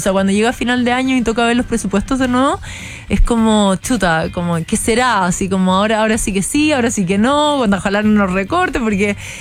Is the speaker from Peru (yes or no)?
no; Chile